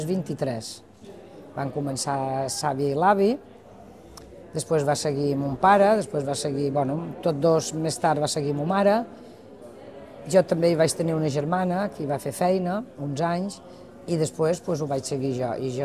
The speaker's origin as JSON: {"language": "Catalan", "town": "Mahón", "region": "Balearic Islands", "country": "Spain", "tie": "born or raised there", "said": "vaig néixer dia 6 de gener de 1960. Vaig néixer a Maó junt amb un germà. Jo som melliza."}